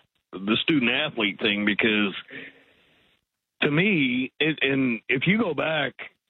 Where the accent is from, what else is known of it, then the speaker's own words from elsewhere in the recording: St. Louis, Missouri, United States; I'm from St. Louis.